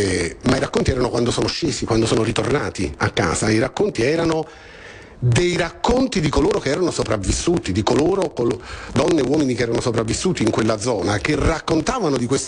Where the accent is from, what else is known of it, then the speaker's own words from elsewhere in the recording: Naples, Campania, Italy; also born or lived in Veroli, Lazio; io ci sono cresciuto in quota parte, sono napoletano